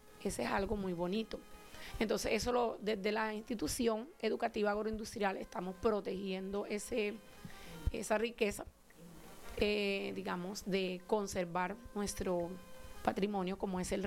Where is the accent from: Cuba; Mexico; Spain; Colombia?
Colombia; Calamar, Bolívar; soy del municipio de Calamar Bolívar, lógicamente, por donde atraviesa pues nuestro gran río de la Magdalena y el canal del dique.